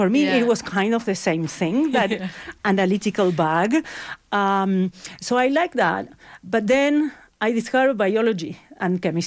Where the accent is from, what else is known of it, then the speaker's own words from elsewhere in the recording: Buenos Aires, Argentina; moved away as an adult; also born or lived in Patagonia, Argentina / United States; now in Toronto, Canada; I'm from Buenos Aires, Argentina, and I studied there an undergraduate.